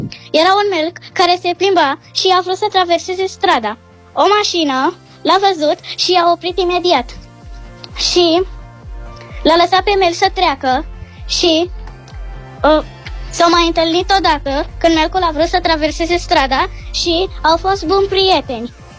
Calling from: Bucharest, Romania; din București, am 8 ani

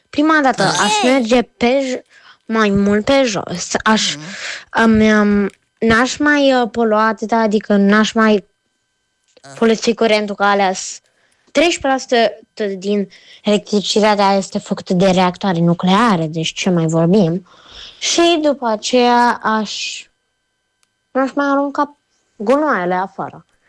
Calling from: Bacău, Bacău County, Romania; din Bacău, am 9 ani

